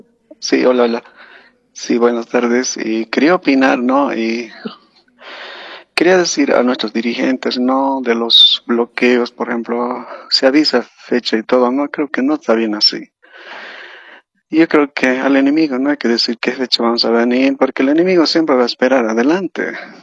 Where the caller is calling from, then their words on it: Cochabamba, Bolivia; Ya, hablo de Cochabamba.